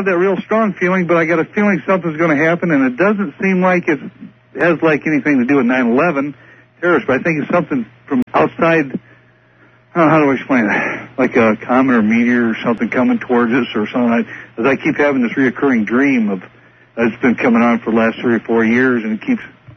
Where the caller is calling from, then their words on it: Illinois, United States; I'm in Central Illinois.